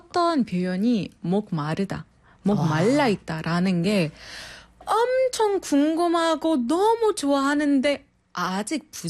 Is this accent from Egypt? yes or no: yes; Egypt; first language Arabic; Korean is a second language; moved away as an adult; now in South Korea; 이집트에서 온